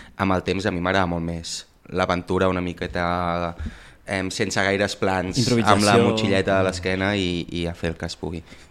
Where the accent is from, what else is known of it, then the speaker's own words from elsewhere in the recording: Sabadell, Catalonia, Spain; moved away as an adult; now in Barcelona, Spain; jo m'he mogut molt per Barcelona des que tinc 18 anys, però hi visc només des de fa 2, perquè soc de Sabadell, però sí que he fet vida a Barcelona des que tinc els 18 anys.